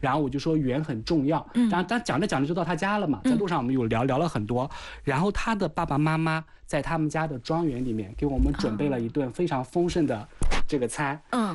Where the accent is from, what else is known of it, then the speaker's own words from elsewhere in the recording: China; 我说但是我们中国人很自洽，月亮有阴晴圆缺，人有悲欢离合